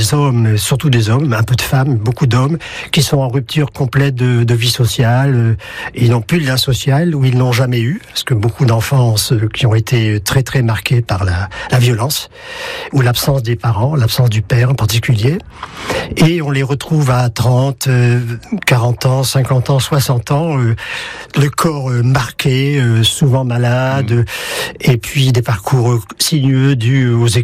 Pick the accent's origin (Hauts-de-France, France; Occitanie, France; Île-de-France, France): Hauts-de-France, France; moved away as an adult; now in Périgueux, France; En vrai dire, je suis pas originaire du Périgord, je suis originaire du Pas-de-Calais, mais je suis arrivé à Périgueux en 1981.